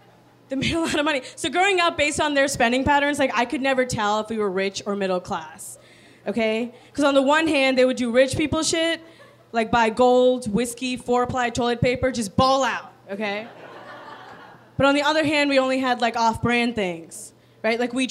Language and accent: English; Virginia, United States; I'm originally from Virginia. I went to a school there called William & Mary.